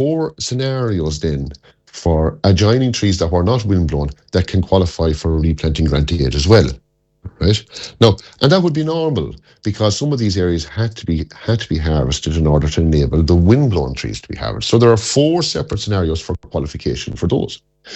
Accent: County Galway, Ireland; I come from East Galway. The Slieve-Ochty Mountains in East Galway, there's a huge coverage of Sitka spruce.

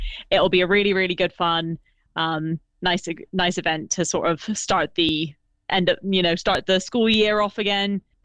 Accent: Devon, South West England, United Kingdom; I am from Devon.

